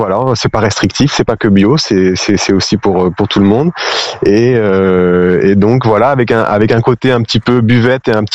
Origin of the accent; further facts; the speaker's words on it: Port-Sainte-Marie, Nouvelle-Aquitaine, France; au village où j'ai grandi à Port-Sainte-Marie.